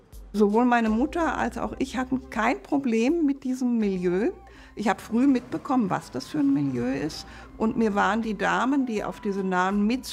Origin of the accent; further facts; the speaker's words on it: Frankfurt, Hesse, Germany; also born or lived in Föhrenwald; Ich wurde 1955 im BP-Lager Föhrenwald geboren und bin in der Waldschmidtstraße in Frankfurt aufgewachsen.